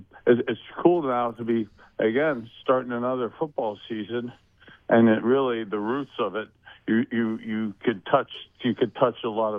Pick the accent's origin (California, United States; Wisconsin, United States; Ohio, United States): Ohio, United States; Youngstown; growing up in Youngstown, Ohio, you know, we're here doing a Western Pennsylvania, West Virginia, Browns-type ish show